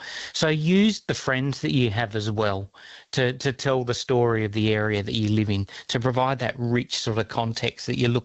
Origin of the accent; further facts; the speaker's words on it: Narrogin, Western Australia, Australia; Oh, look, my hometown lives in a little valley. It's south of Perth and it's called Narrogin and it gets very, very cold.